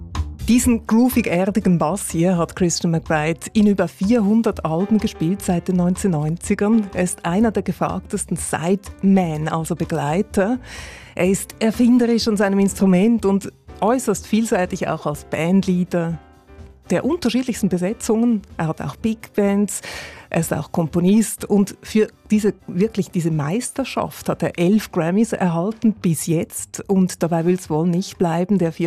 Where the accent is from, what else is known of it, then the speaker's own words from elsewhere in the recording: Switzerland; denn auch du bist ein sehr gefragter Bassist hier bei uns in der Schweiz.